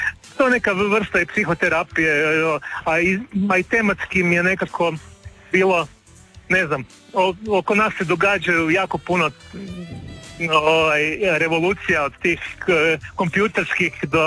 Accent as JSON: {"language": "Croatian", "town": "Zagreb", "region": "City of Zagreb", "country": "Croatia", "said": "Ja sam iz Zagreba, pa znam koliko sam na Sljemenu više ljudi doživljavao."}